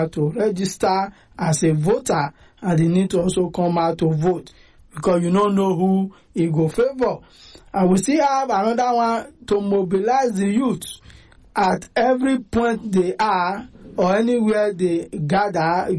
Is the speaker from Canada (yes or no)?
no; Nigeria